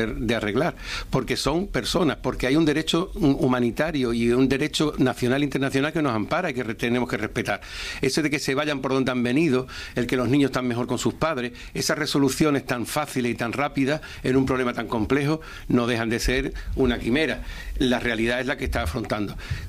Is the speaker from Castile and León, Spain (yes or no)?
no; Ceuta, Spain; somos parte de la ciudadanía de Ceuta, somos socialistas y ceutíes, y esas dos cosas no son incompatibles